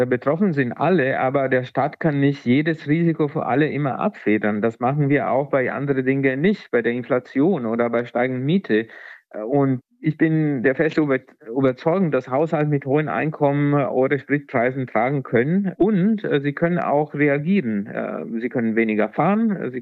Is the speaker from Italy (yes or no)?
yes; Italy; German is a second language; Ja, ich bin Italiener, aber ich auch verfolgt die Diskussion.